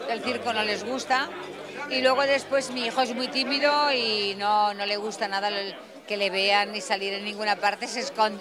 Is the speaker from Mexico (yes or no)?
no; Region of Murcia, Spain; now in Madrid, Spain; pero yo soy murciana